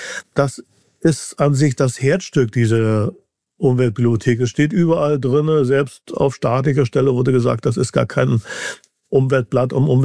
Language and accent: German; Mecklenburg-Vorpommern, Germany; Und ich bin eben auch in einem Milieu groß geworden, so südlich von Rostock